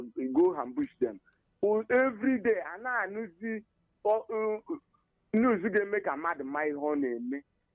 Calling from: Abakaliki, Ebonyi, Nigeria; I'm calling from Ebon State, Abakaliki.

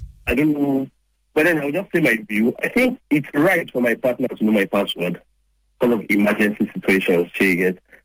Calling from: Ibadan, Oyo, Nigeria; I'm calling from Ibadan.

